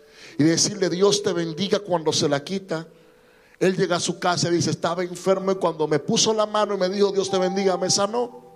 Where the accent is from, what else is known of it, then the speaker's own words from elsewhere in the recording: Dominican Republic; a mis 14 años, sentado en la mesa con mi madre, en República Dominicana cocinamos algo que le llamamos moro